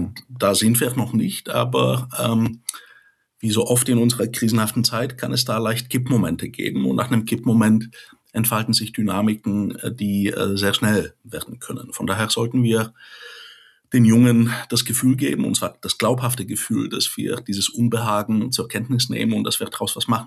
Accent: Bulgaria; Wenn ein Land wie meine Heimat Bulgarien Trabi-artige Preise, also sehr niedrige Steuern, den Menschen abverlangt

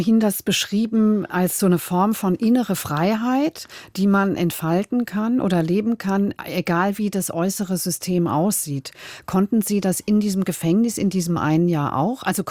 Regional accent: West Germany, Germany; als Wessi wie ich

